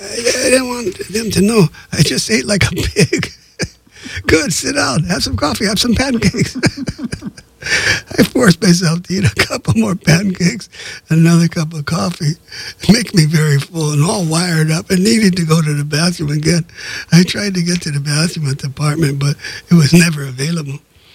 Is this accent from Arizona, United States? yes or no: no; Los Angeles, California, United States; Growing up in East L.A., you know, and all my friends were Latino